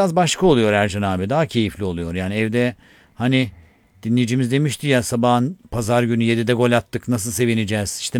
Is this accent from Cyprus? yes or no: no; Turkmenistan; Türkmenistanlıyım.